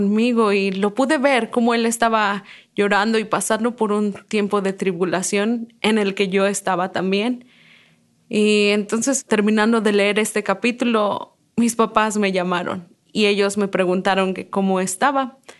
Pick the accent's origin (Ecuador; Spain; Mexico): Mexico; Puebla; moved away as an adult; Yo soy de Puebla, México.